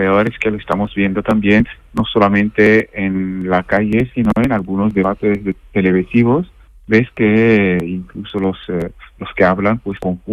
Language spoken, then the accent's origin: Spanish; Morocco; now in Spain; los que pagamos esto somos los marroquíes que estamos aquí